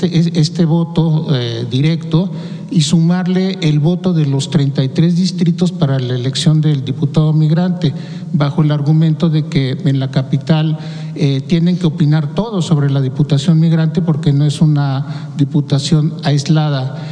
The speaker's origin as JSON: {"language": "Spanish", "region": "Mexico City", "country": "Mexico", "said": "como chilango yo me siento muy orgulloso"}